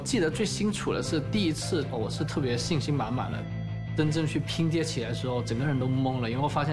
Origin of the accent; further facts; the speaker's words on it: Shantou, Guangdong, China; moved away as an adult; 我爸爸妈妈，甚至我奶奶都希望说我可以留在汕头陪他们。